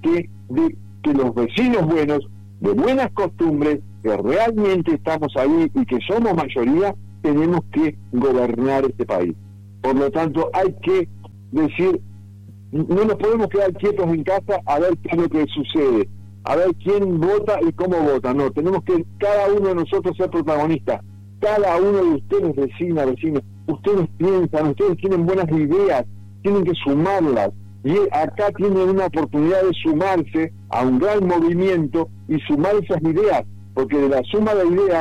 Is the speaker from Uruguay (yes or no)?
yes; Uruguay; acá somos uruguayos.